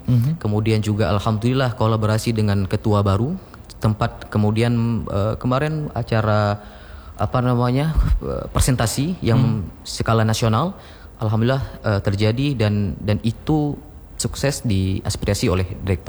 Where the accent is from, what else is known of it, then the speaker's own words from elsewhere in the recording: Aceh, Indonesia; Kita sebagai orang Aceh bang punya prinsip ketika berperang tidak ada senjata, dengan bambu pun jadi gitu kan.